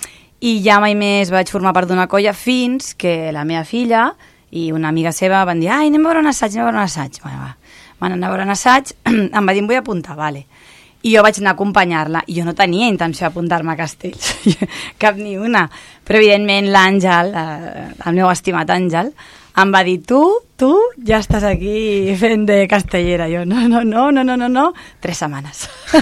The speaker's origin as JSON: {"language": "Catalan", "town": "Ripollet", "region": "Catalonia", "country": "Spain", "tie": "born there", "moved": "yes", "said": "Jo vivia a Ripollet i jo havia sigut castellera al meu poble"}